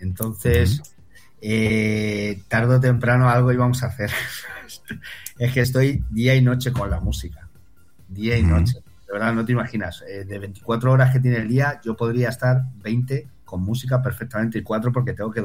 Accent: Madrid, Community of Madrid, Spain; now in between Madrid and Toledo, Spain; Soy madrileño.

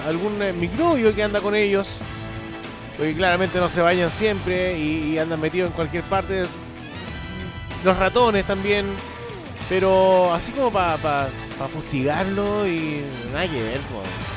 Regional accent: Potosí, Bolivia; born there; also born or lived in Peru; yo nací en Potosí, pero nací en Potosí, Bolivia. Y ahí me pasé, me fugué a Perú, pues.

